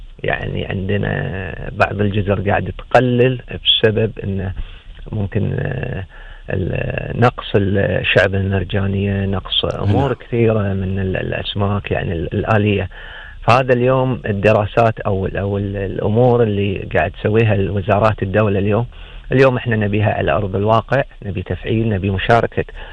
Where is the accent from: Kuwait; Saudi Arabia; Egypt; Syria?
Kuwait; عندنا في الكويت